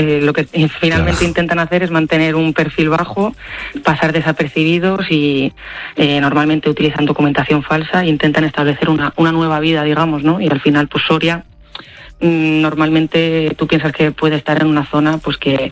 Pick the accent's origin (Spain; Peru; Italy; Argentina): Italy; un poco siendo italiano, España e Italia son países muy similares, ¿no?